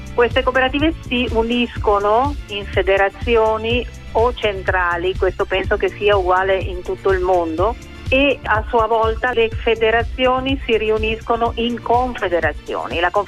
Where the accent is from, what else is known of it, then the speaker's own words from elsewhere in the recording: Milan, Lombardy, Italy; moved away as an adult; now in Paraguay; noi siamo di Milano, per spiegare, Milano città, quindi cittadini